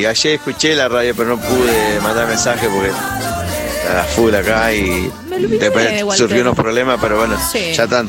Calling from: Buenos Aires, Argentina; de Buenos Aires, acá escuchando.

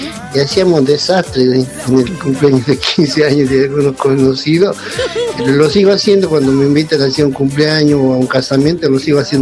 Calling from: Buenos Aires, Argentina; Yo vivo en Buenos Aires

